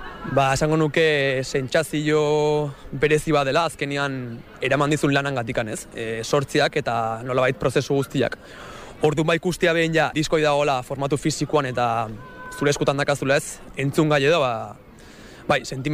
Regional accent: Oiartzun, Basque Country, Spain; born there; Oiartzungo musika eskolan

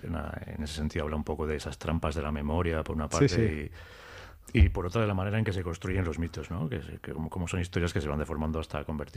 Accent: Pamplona, Navarre, Spain; los que somos de Pamplona, de Iruña, vamos a reconocer muchos escenarios, bares, ¿no?

